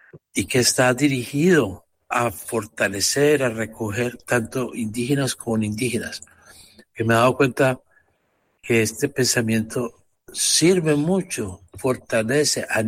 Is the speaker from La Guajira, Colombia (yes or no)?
no; Medellín, Antioquia, Colombia; Yo soy de Medellín, Antioquia.